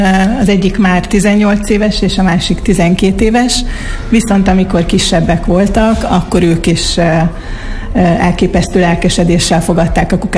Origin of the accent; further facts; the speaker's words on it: Miskolc, Borsod-Abaúj-Zemplén, Hungary; also born or lived in Norway; Még Norvégiából is nagy örömmel követtem, figyelemmel, hogy mi zajlik a szülővárosomban, illetve még a gimnáziumot is itt jártam. Úgyhogy nagyon kedves számomra Miskolc